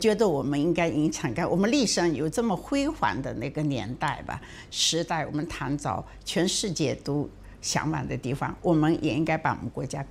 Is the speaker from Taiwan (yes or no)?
no; China; 我们中国人